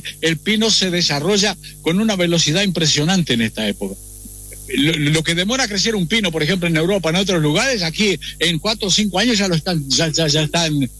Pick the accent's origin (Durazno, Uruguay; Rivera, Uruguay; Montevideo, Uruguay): Rivera, Uruguay; Tranqueras; me crié ahí en Tranquera, en medio de los sandilleros